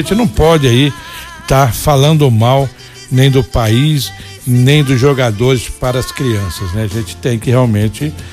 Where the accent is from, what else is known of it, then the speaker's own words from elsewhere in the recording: Brazil; eu sou brasileiro